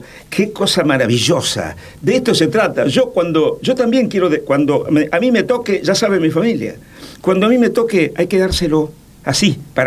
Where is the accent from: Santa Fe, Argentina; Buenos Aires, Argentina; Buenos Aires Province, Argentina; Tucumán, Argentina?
Santa Fe, Argentina; Estas son las calles de mi ciudad. Y no te acordás, yo soy de Santa Fe